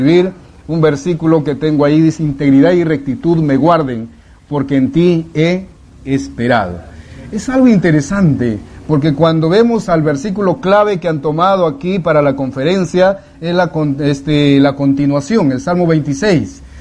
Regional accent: Peru; moved away; soy peruano, espero algunas palabras, a pesar de que hablamos el castellano, espero que algunas palabras usted me pueda entender, algunas que posiblemente no sean la misma cosa

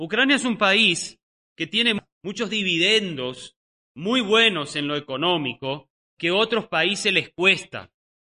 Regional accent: Argentina

